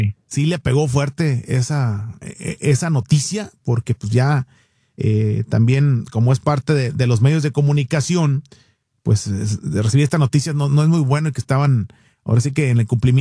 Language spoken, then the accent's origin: Spanish; Sinaloa, Mexico; accent: Sinaloan Spanish; now in United States; Yo pienso que el español ya no tenemos nada de España nosotros, puro español sinaloense.